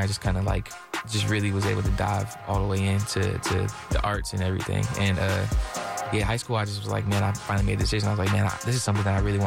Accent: New Haven, Connecticut, United States; born there; also born or lived in Bridgeport

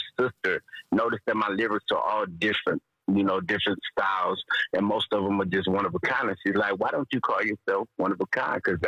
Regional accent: Huntsville, Alabama, United States; born there; Man, I was born in Huntsville.

